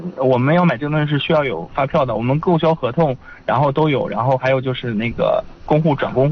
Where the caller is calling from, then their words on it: Houma, Shanxi, China; 我是侯马的。